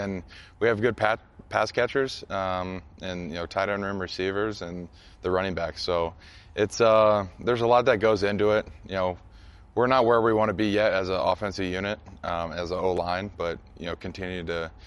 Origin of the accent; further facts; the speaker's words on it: Iowa, United States; moved away; I grew up in the Midwest, you know, it's Iowa's a special place, and just how I was born and raised.